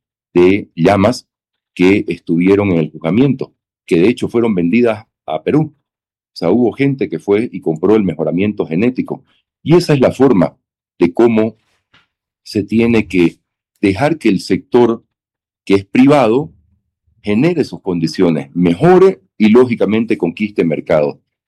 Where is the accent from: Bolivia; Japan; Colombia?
Bolivia; nuestro orgullo boliviano